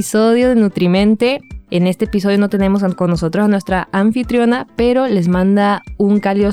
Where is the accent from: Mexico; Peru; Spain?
Mexico; soy la licenciada … soy mexicana.